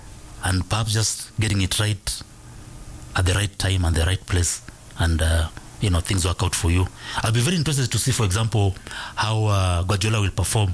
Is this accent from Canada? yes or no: no; Kenya; I'm a Kenyan, you know.